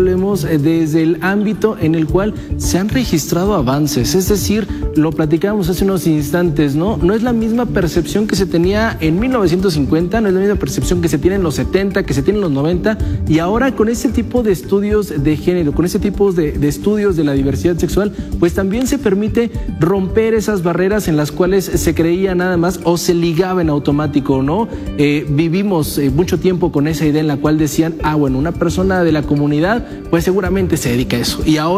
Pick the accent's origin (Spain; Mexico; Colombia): Mexico; esos tabús que seguimos teniendo como sociedad mexicana.